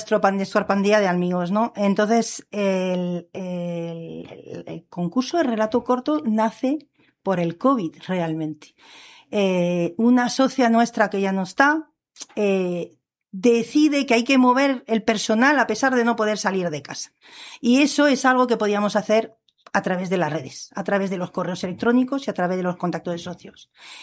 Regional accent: France; Spanish is a second language; moved away as an adult; now in San Sebastián de los Reyes, Spain; Yo soy francesa, no había estudiado español, no estaba predispuesta a venir a vivir aquí para nada. Y tengo familia en Irlanda del Norte.

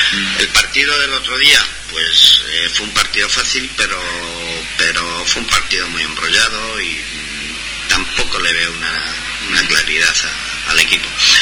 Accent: Community of Madrid, Spain; Nosotros también somos madrileños, ¿eh?

